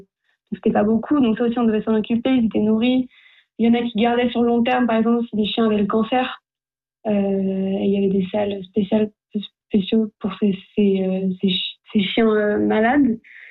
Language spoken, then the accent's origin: French; Switzerland; en tant que Suisse